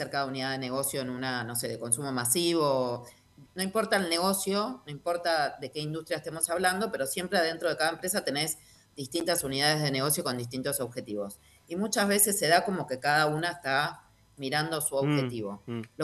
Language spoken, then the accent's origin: Spanish; Argentina